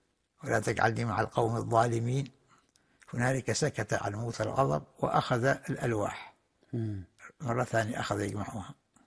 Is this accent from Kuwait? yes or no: no; Oman; وكم هنا عندنا في عمان